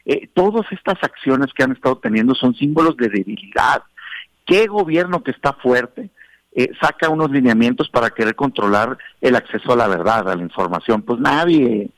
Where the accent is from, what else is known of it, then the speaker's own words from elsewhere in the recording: Mexico; yo como todo mexicano